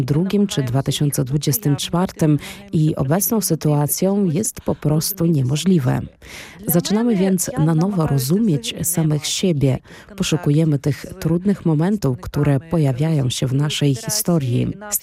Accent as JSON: {"language": "Polish", "country": "Ukraine", "said": "bo ja jako Ukrainka też bardzo chcę to przybliżać poprzez audycje"}